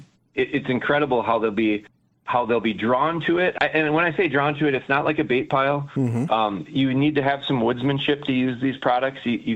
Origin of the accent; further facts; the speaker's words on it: Rhinelander, Wisconsin, United States; I'm from Rhinelander originally.